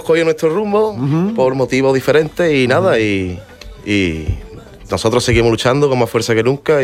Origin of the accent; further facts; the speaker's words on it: La Parrilla, Andalusia, Spain; la parrilla es un pueblecito muy acogedor donde me he criado yo desde pequeño, nací allí. Y nada, allí que habrá 100 personas viviendo más o menos